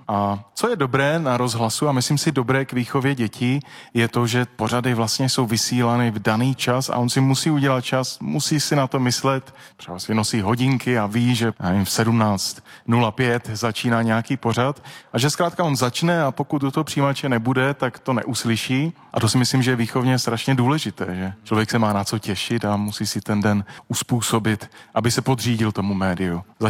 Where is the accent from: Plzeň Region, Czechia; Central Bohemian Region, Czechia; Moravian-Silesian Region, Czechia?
Moravian-Silesian Region, Czechia; Ostrava; Já jsem rodák z Ostravy.